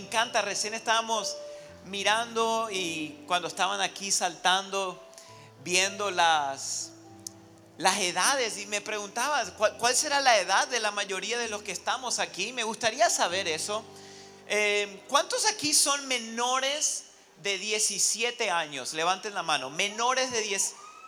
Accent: Paraguay; also born or lived in Argentina; now in Oklahoma, United States; soy argentino de nacimiento, pero me crié en la bella tierra de Paraguay.

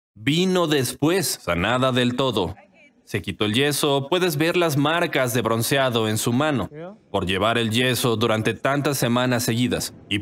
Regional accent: South Africa; soy de Sudáfrica, así que solo asistía en línea.

